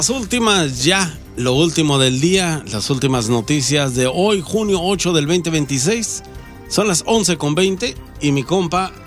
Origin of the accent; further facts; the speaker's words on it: Guadalajara, Jalisco, Mexico; moved away; en mi tierra natal